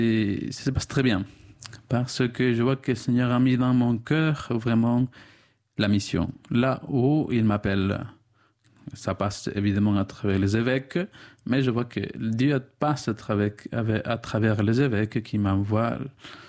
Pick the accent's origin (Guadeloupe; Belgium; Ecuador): Ecuador; moved away as an adult; now in Bayonne, France; Je viens de l'Équateur, j'ai 30 ans. Bon, je viens d'une famille de 9 enfants. Moi, je suis le septième, alors entre le petit. Et voilà, je suis à Bayonne depuis 9